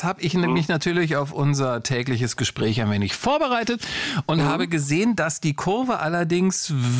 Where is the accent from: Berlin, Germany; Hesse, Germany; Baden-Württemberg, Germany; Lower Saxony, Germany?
Berlin, Germany; born there; als gebürtiger Berliner